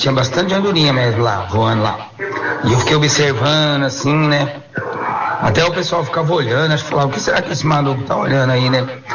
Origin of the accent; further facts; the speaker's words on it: Paraná, Brazil; moved away as an adult; now in Campinas, Brazil; o Campinas representa muito para mim também, que eu vim do Paraná, eu tinha 20 anos.